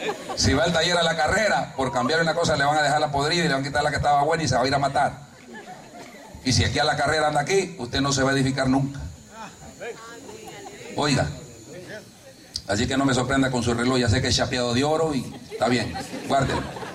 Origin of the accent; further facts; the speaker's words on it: El Salvador; Un día estoy en una campaña en mi país, en una ciudad que se llama Ciudad Barrio.